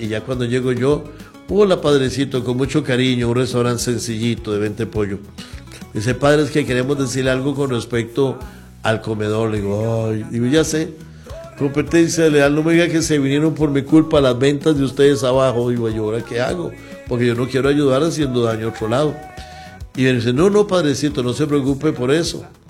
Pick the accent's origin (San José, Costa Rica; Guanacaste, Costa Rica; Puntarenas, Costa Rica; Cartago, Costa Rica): San José, Costa Rica; nací en Cristo Rey, ahí sirvo